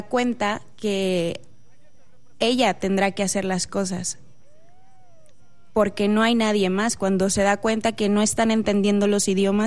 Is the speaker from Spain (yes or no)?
no; Mexico; mexicanos somos y tenemos acentos diferentes porque venimos de muchos lugares de México